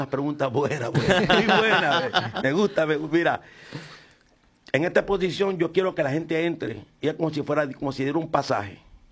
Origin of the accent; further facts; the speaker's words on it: Hormigueros, Puerto Rico; de Rincón, Laja, Hormiguero, mi pueblo